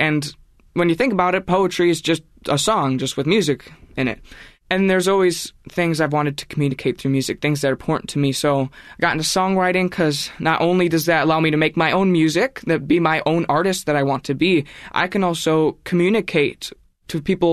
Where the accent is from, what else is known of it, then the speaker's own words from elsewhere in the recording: Wisconsin, United States; born there; 13 miles outside the Dells, right on the Wisconsin River. And I've been going up there ever since I was born. So I grew up around the Wisconsin River. I learned to swim in the Wisconsin River